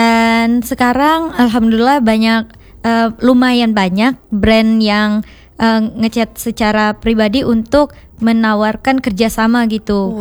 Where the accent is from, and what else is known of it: Lahat, South Sumatra, Indonesia; moved away as an adult; now in Palembang, Indonesia